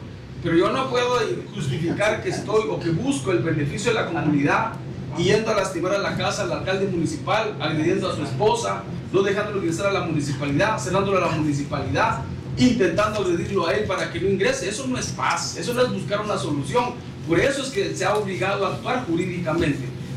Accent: Cobán, Alta Verapaz, Guatemala; yo entiendo un poco el Kepchí, relaciono un poco con el Sutukín porque soy de Cobán

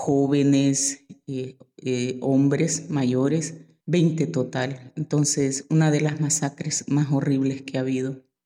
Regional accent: Tocoa, Colón, Honduras; vengo de Honduras, de la zona norte de Honduras, en un departamento que se llama Colón, en un municipio de Tocoa.

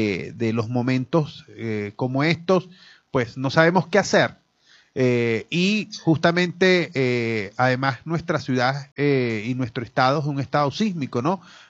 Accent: Venezuela; somos venezolanos

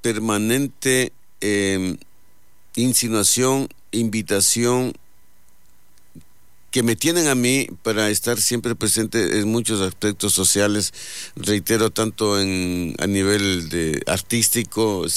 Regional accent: Lago Agrio, Sucumbíos, Ecuador; soy del Aguario

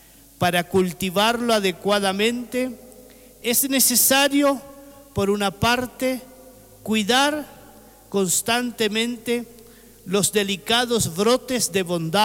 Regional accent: Argentina

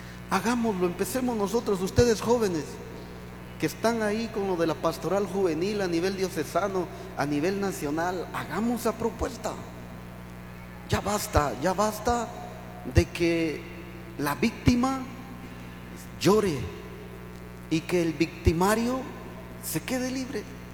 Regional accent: Salamá, Baja Verapaz, Guatemala; now in Cobán, Guatemala; Yo no soy de Cobán, gracias a Dios. Pero soy de Salamá

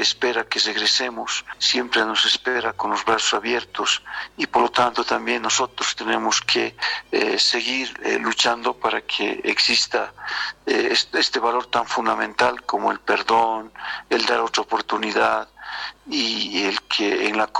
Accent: Potosí, Bolivia; no nos vemos como bolivianos, no nos vemos como potosinos

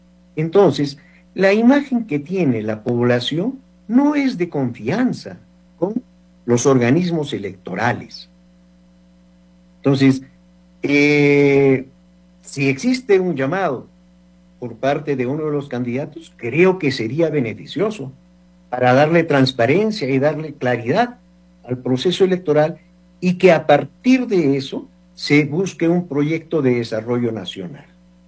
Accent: Peru

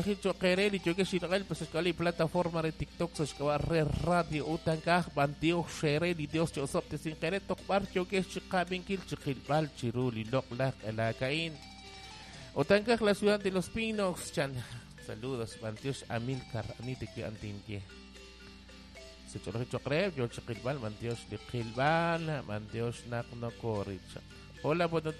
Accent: Senahú, Alta Verapaz, Guatemala; now in Guatemala City, Guatemala; Sí, va, soy de Senaú, pero aquí estoy en la ciudad Guatemala.

